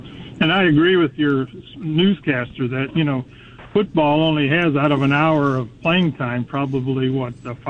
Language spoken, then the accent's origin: English; Detroit, Michigan, United States; I grew up in Detroit, so I'm a Lions fan